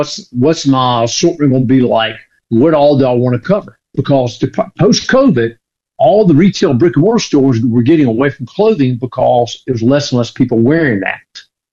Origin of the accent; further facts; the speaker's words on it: Leland, Mississippi, United States; He goes, where are you from? I said, is that noticeable? I said, not far from your hometown. He goes, where? I said, Leland.